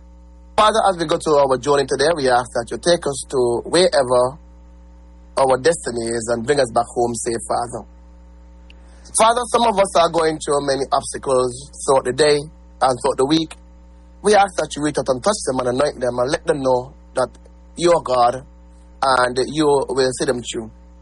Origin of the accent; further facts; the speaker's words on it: St. Kitts & Nevis; I'm from the West, which is the best.